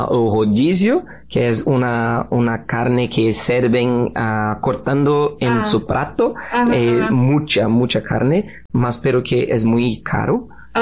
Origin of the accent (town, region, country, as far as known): Brazil; Spanish is a second language